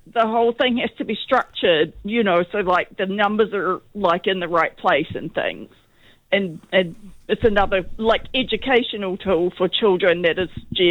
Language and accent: English; Hamilton, Waikato, New Zealand; now in Auckland, New Zealand; I'm actually from Hamilton. I'm not from Auckland. So, but I do live here.